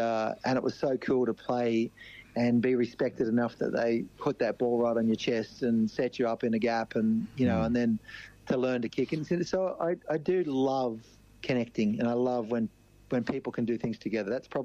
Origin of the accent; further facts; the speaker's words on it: Preston, Victoria, Australia; I was born in Victoria in Preston